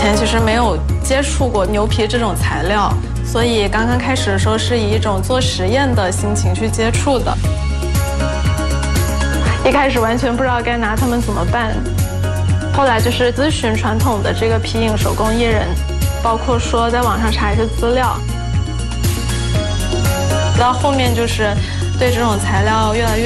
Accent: Zhuhai, Guangdong, China; 我从小在珠海长大，是一个内心十分浪漫自由的设计师。

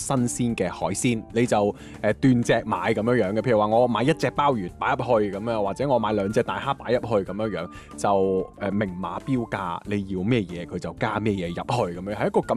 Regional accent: Guangdong, China; 我哋廣東人

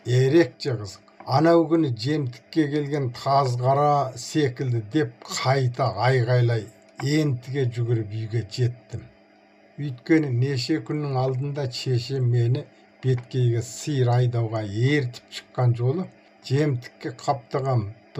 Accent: Xinjiang, China; Біздің үй Құрсай деп аталатын жер аты.

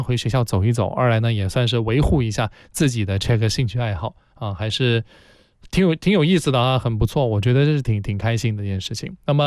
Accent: Guangzhou, Guangdong, China; 我们既然住在广州，既然我是广州人啊，既然我们单位也在广州，我们是广东广播电视台

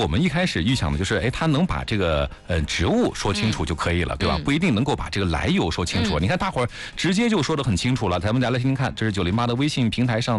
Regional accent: Anhui, China; 咱们安徽人啊是比较喜欢喝茶的

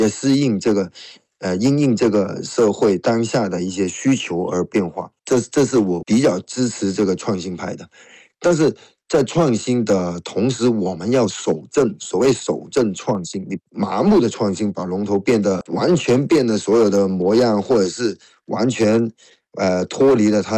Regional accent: Guangdong, China; 其实我们广府人就是通过龙舟作为这个神灵的水上游行的一种行为

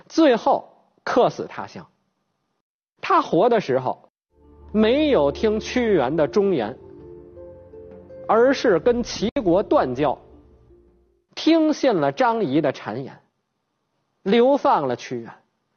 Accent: China; 我们中国人

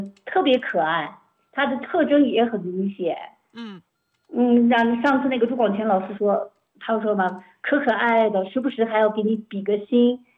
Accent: Qinghai, China; 黄水河呢是被誉我们青海人的母亲河。

